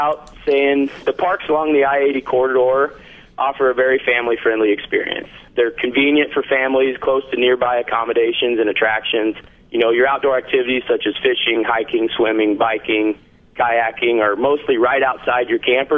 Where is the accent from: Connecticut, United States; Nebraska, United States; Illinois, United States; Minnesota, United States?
Nebraska, United States; Burwell; Oh, I've got so many. I grew up in Burwell, Nebraska.